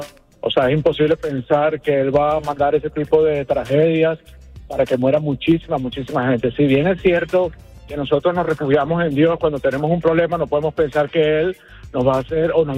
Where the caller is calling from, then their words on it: Venezuela; Yo soy venezolano.